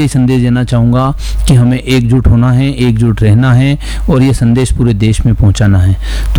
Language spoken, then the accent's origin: Hindi; Rajasthan, India